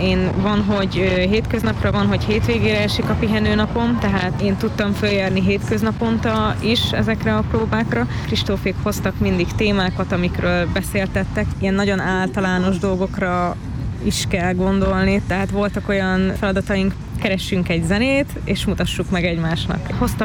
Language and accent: Hungarian; Hungary; Én egy eléggé elmaradott térségből származom, Tiszazugból.